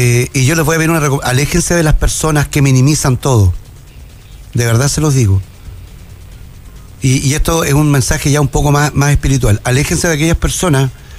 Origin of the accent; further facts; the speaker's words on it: Antofagasta, Chile; Nosotros los que somos de Antofagasta, nacidos, criados acá